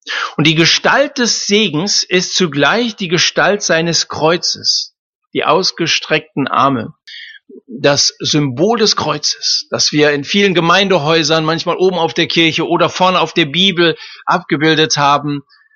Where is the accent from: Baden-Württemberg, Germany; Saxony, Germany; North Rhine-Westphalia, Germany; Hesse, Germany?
Hesse, Germany; dann sieh dir das kleine Land Israel an. Die Fläche kaum größer als mein Heimatland Hessen.